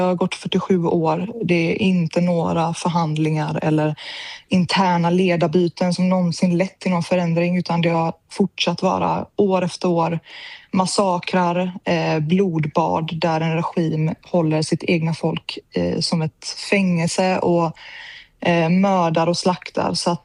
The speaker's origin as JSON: {"language": "Swedish", "country": "Sweden", "tie": "born or raised there", "said": "Jag är ju även iransk medborgare och på pass då. Jag är ju född upp i Sverige"}